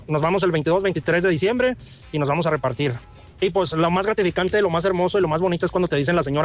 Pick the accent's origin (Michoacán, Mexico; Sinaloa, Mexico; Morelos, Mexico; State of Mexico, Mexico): Michoacán, Mexico; Aquí hay mucha gente de Michoacán, yo soy del estado de Michoacán y nos ponemos a repartir en nombre del extinto equipo Monarcas